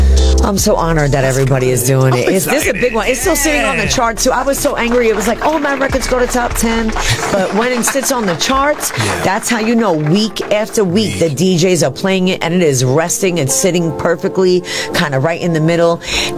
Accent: New York, United States; I'm from Jamaica Avenue, that train stop, 169. So right where, you know … all them grew up.

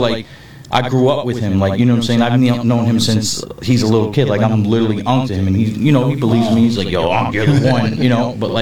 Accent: Middle Island, New York, United States; I'm from Cornwall. I'm from the Rock. I'm from Middle Island. I'm from Artist Lake. I'm that whole area. That's me.

